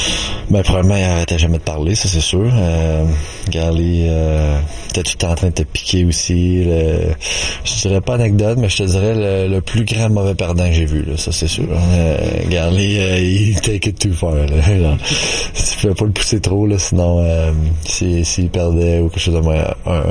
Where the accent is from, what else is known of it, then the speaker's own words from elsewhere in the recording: Quebec, Canada; de jouer deux premières ligues à Montréal, puis spécialement en tant que Québécois pour moi personnellement, puis avec les fans extraordinaires